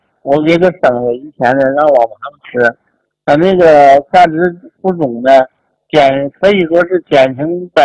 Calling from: Langfang, Hebei, China

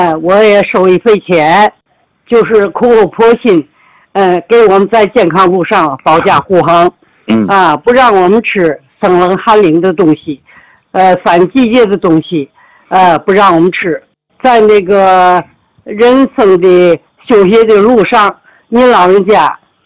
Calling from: Tianjin, China; 我来自天津河东区。

